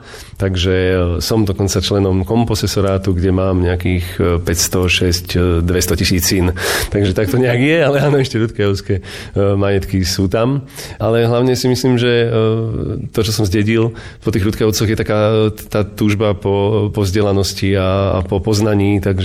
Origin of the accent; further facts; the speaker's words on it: Vrútky, Žilina Region, Slovakia; also born or lived in Martin / Priekopa; Narodil som sa v Martine, to je podstatné a na to som hrdý. A časť detstva som prežil v tej Priekope u starej mami, to podstatnú. A potom s rodičmi vo Vrútkach, kde som chodil teda aj na základnú školu.